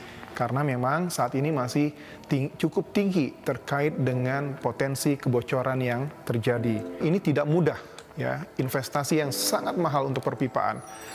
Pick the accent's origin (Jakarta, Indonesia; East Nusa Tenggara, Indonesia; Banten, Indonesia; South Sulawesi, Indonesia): Jakarta, Indonesia; born there; Saya tinggal di Jakarta, saya lahir di Jakarta